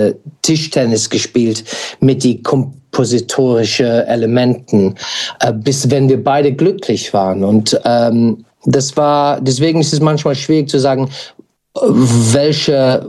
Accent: United Kingdom; German is a second language; moved away; als Brite

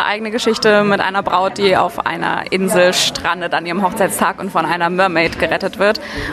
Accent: Nuremberg, Bavaria, Germany; Ich komme aus Nürnberg und ich zeichne vor allem Sapphics und Girls.

